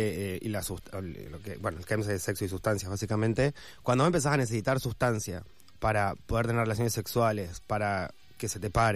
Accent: Neuquén, Argentina; En Neuquén Capital. Neuquén.

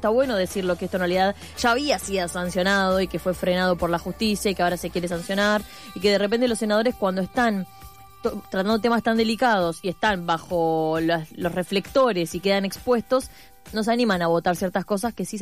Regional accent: Bahía Blanca, Buenos Aires Province, Argentina; soy de Bahía Blanca, ciudad mayormente gorila.

